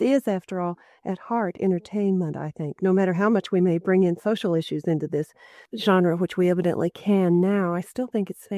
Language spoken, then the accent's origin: English; Kansas City, United States; And although I was raised in Kansas City, I didn't even know an area existed called the Flint Hills of Kansas.